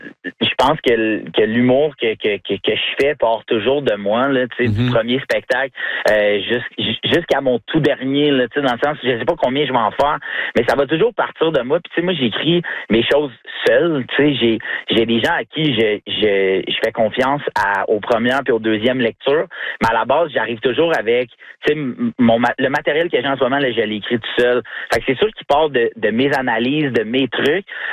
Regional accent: Laval, Quebec, Canada; Je viens de Laval, puis je nous connais.

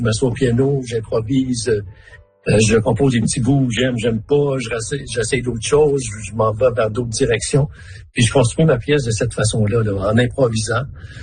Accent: Smooth Rock Falls, Ontario, Canada; je suis né à Smooth Rock Falls, petit village du nord de l'Ontario.

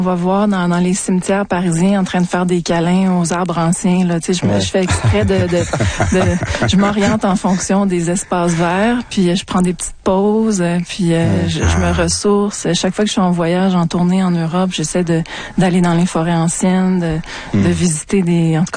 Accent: Montreal, Quebec, Canada; moi, je suis de Montréalaise, donc je suis née ici.

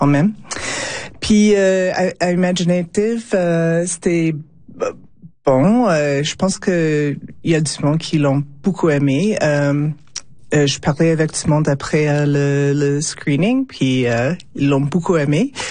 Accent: Edmonton, Alberta, Canada; Regina, c'est pas ma ville natale, c'est Edmonton actuellement, mm-hmm. mais j'ai beaucoup de connexions ici, beaucoup de familles et la communauté ici

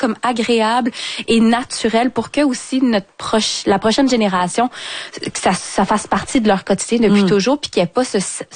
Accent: Saint-Hyacinthe, Quebec, Canada; moved away; moi, je venais du 4-5-0, je viens de Saint-Hyacinthe

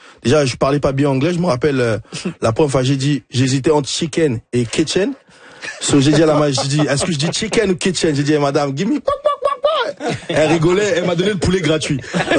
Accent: DR Congo; also born or lived in United States; chez nous au Congo. Je dis, dans chaque rue, il y a une église, il y a un bar, il y a une discothèque

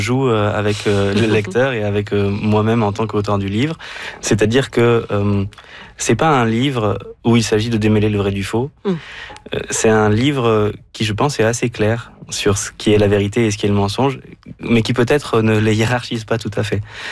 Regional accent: Nancy, Grand Est, France; J'ai grandi à Nancy.

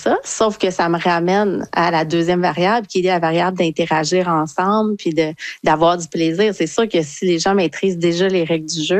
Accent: Saguenay, Quebec, Canada; Je viens du Saguenay.

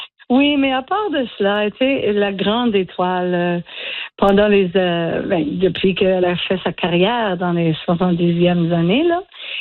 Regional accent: Acadia, Canada; Je suis acadienne canadienne, hein? Et là, je partageais l'histoire des Acadiens avec les anglophones qui ne connaissent pas notre histoire.

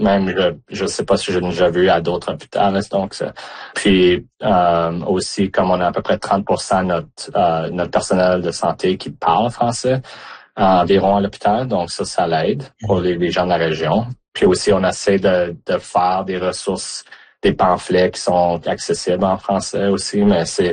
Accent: Mont-Laurier, Quebec, Canada; now in Alberta, Canada; Originalement, je viens du Québec, de Mont-Laurier. Puis, on a déménagé, moi et ma famille, en 2006. Puis, ça va faire, ça bientôt 20 ans que je suis en Alberta.

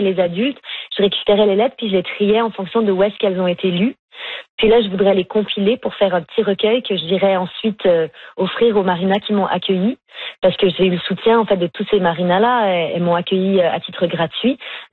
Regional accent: Montreal, Quebec, Canada; J'ai grandi au Québec et puis à Montréal, en fait

